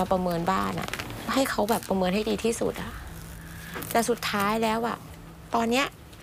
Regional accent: Bangkok, Thailand; ตอนนี้43ค่ะ … เป็นคนกรุงเทพค่ะเกิดและเติบโตในถนนย่านสีลมค่ะ

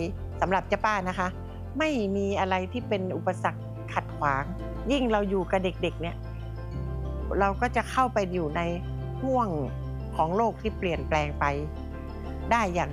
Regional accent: Chiang Mai, Thailand; เราเกิดมาเป็นคนเชียงใหม่ทุกอย่างที่เป็นวัฒนธรรมของเชียงใหม่มันก็จะติดตัวมาตั้งแต่เกิด

